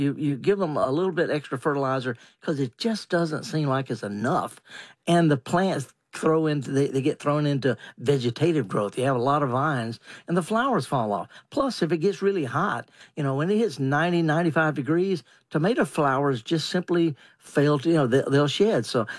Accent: Mississippi, United States; Well, it could be, whether you're from Michigan, I'm from Mississippi.

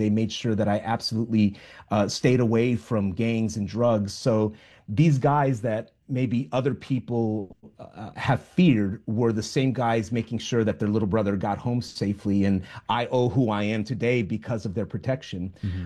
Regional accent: Wilmington, California, United States; So I grew up in Wilmington, California, in South Los Angeles. I was one of seven boys.

